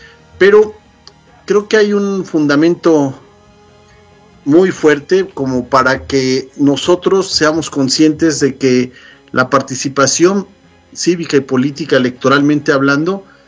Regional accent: Mexico; now in United States; como un grupo étnico como somos nosotros, la comunidad hispana, la comunidad latina, la comunidad mexicana.

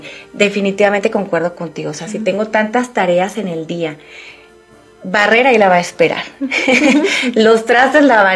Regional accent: Mexico; sobre todo los que somos de México, esos ríos, las acequias, no sé si le llaman las acequias, los ríos.

